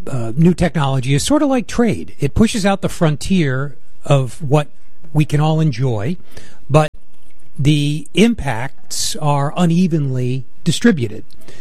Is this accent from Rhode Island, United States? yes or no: yes; Rhode Island, United States; I grew up in Rhode Island, and the jewelry industry at one time there was a behemoth